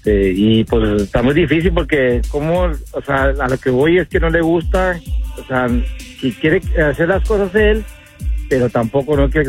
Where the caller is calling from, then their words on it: Austin, Texas, United States; Aquí de Austin.